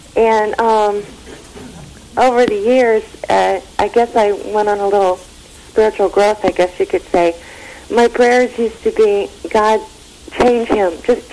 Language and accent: English; Maryland, United States; I'm from Maryland.